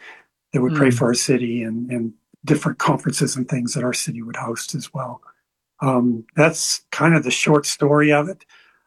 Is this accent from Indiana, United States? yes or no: yes; Indiana, United States; And we have two kids. One lives on the West Coast and one lives here in Indiana, where I'm from.